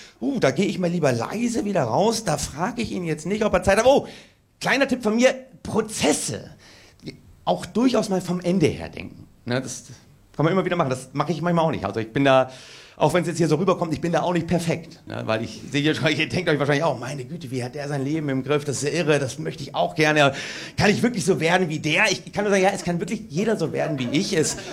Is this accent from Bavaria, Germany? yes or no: no; Berlin, Germany; das ist für mich als Berliner wirklich in diesem Jahr keine Selbstverständlichkeit.